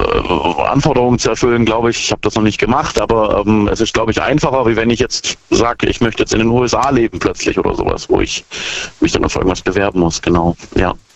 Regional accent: Brackenheim, Baden-Württemberg, Germany; Hey, ich komme aus Backenheim.

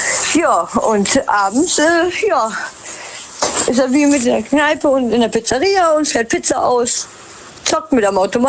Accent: Rhineland-Palatinate, Germany; Hi, aus Westerwald.

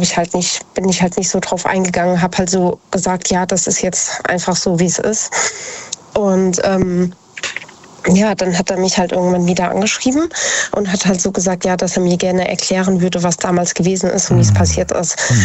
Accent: Idstein, Hesse, Germany; born or raised there

